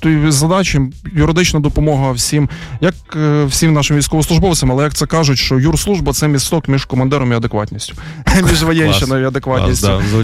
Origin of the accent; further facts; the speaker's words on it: Lviv Oblast, Ukraine; я з Львівської області